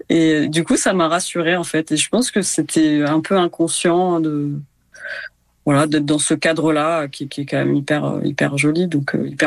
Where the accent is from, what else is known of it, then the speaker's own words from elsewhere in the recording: Ramatuelle, Provence-Alpes-Côte d'Azur, France; En fait, j'ai un lien assez fort avec Ramatuelle, donc là où j'ai grandi, parce que toute ma famille est là.